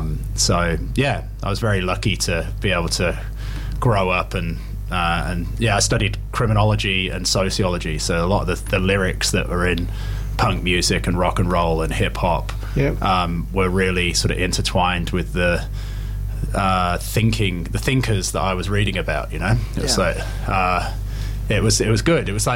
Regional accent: England, United Kingdom; moved away; also born or lived in New Zealand; I was born in New Zealand, but I grew up in England. And I spent half my life over here

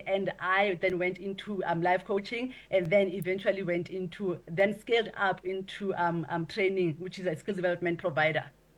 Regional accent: Zeerust, North West, South Africa; you move from high school from a rural area. I'm from Zeerust in the Northwest.

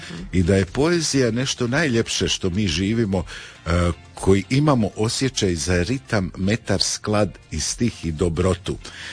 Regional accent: Krnica, Istria County, Croatia; ja sam iz Krnice.

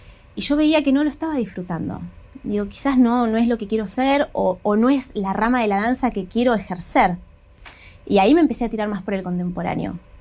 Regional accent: Villa Carlos Paz, Córdoba, Argentina; Nací en un teatro, tal cual. Bueno, soy de Carlos Paz y mi familia tiene su productora. Y la realidad es que sí, mi infancia fue en un teatro.

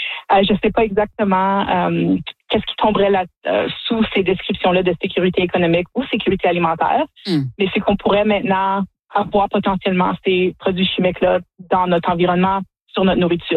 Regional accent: Sudbury, Ontario, Canada

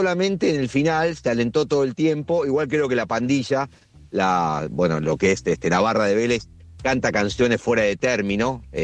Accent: Uruguay; Sí, tiene su onda. A veces hay que decir que somos uruguayos, por la duda, porque si te ven con la camiseta argentina

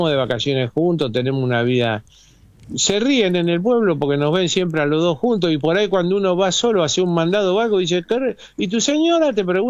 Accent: Rosario, Santa Fe, Argentina; born there; Sí, los dos, mi señora también, los dos nacimos en Rosario.

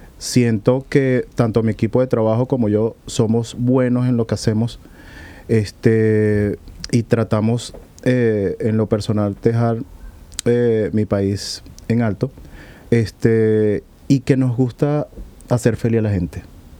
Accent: Venezuela; moved away as an adult; now in Santander, Spain; Como migrante, soy venezolano, orgulloso de mi país

